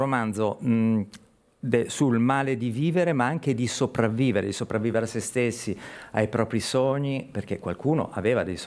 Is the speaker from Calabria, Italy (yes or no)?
no; Chiavari, Liguria, Italy; moved away; Sono chiavarese.